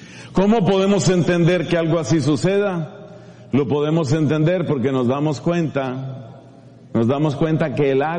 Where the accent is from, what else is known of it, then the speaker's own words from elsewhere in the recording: Colombia; moved away; yo soy colombiano.